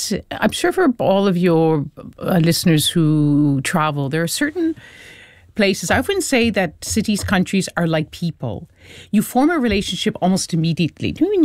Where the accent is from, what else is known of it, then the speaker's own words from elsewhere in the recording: Atlantic Canada, Canada; accent: Irish; moved away; I come from the east coast of Canada. My French name indicates that I have a French Acadian ancestry, the people who ended up in Louisiana, yes, expelled by the British.